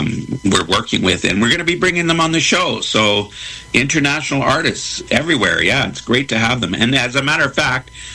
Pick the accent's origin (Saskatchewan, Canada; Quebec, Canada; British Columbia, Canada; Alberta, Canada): Alberta, Canada; Calgary; I'm a native Calgarian.